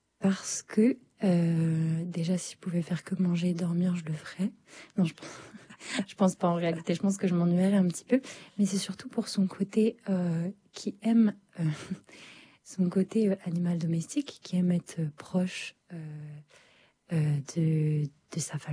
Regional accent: France; accent: very French; mon accent très français

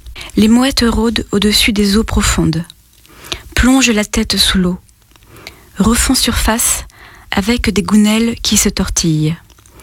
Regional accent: Chalon, France; Ah oui, je suis native de Chalon et c'est un hommage à

